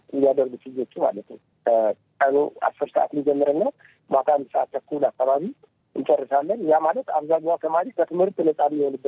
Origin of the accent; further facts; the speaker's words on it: Dessie, Amhara, Ethiopia; እኔ ተወልጄ ያደግኩት ፎቶ ስቱዲዮን አካባቢ ነው